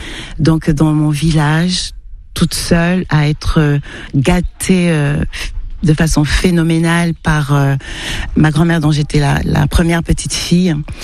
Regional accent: Douala, Littoral, Cameroon; c'est très particulier d'être ici, au Cameroun, pas loin de Douala, la ville où j'ai grandi, à Souza, cet endroit où je m'investis tellement et que j'aime tant.

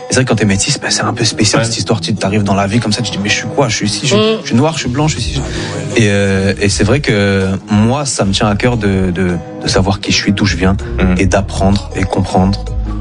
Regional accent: Martinique; Et d'ailleurs, je dis que je suis martiniquais, mais je suis haïtien dans le cœur aussi.

